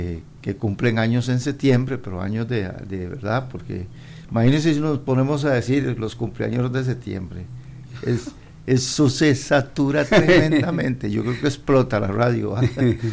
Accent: Costa Rica

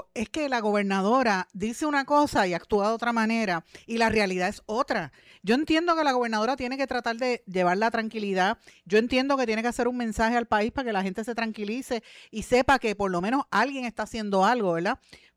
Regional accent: Guaynabo, Puerto Rico; El alcalde de mi pueblo de Guaynabo, Eduardo O'Neill

